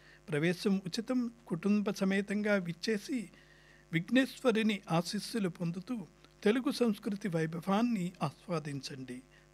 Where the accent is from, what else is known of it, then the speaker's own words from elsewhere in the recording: West Godavari district, Andhra Pradesh, India; moved away as an adult; now in Sydney, Australia; మాది పశ్చిమ గోదావరి జిల్లా